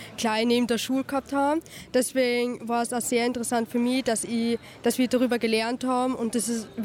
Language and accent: German; Bad Gleichenberg, Styria, Austria; Ich komme aus Bad Gleichenberg, also etwas weiter weg von Bad Rackersburg.